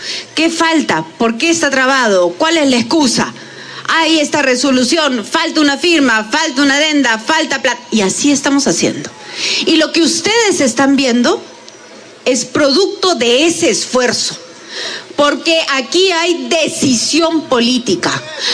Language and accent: Spanish; Peru; Es que así somos los peruanos, ¿no?